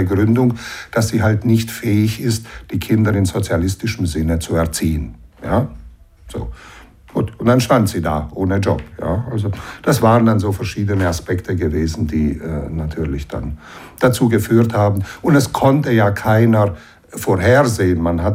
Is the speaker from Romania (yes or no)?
yes; Banat, Romania; born or raised there; first language German; moved away as an adult; now in Germany